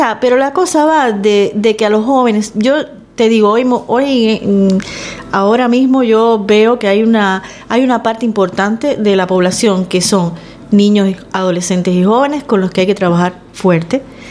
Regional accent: Cuba; now in Canary Islands, Spain; en Canarias nunca me han discriminado por ser cubana, no es el caso, a veces ya no ni me doy cuenta que soy cubana

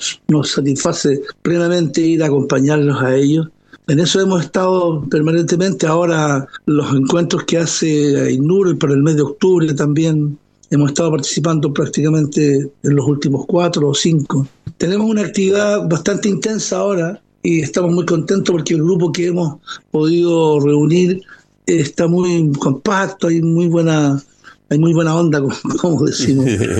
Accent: Chile; also born or lived in Santa Brígida; now in Canary Islands, Spain; yo soy chileno

